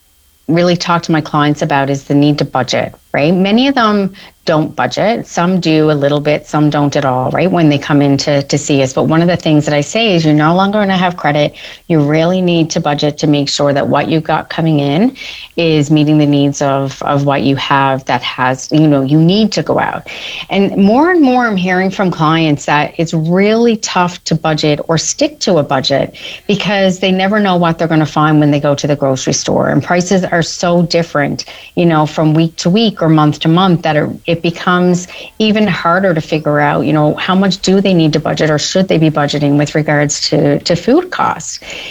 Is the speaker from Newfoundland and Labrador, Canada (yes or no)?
yes; Newfoundland and Labrador, Canada; as every Newfoundlander and Labradorian knows, we often find ourselves paying even more than other parts of the country. And this is due to covering costs of transporting food here in Newfoundland and Labrador.